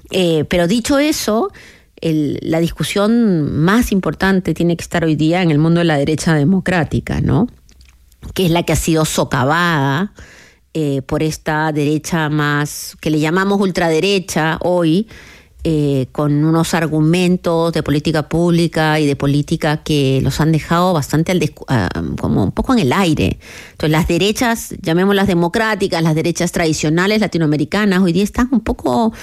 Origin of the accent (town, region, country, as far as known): Chile